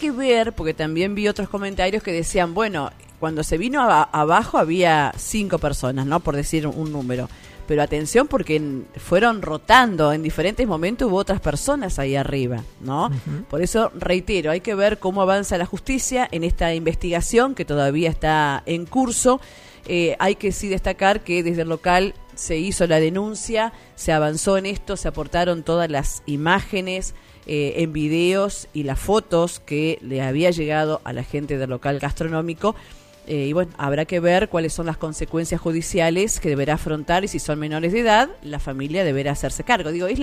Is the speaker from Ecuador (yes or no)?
no; Argentina; todos como argentinos